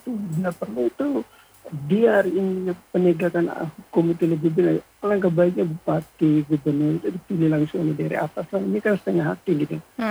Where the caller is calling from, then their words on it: Bima, West Nusa Tenggara, Indonesia; di Kota Bima.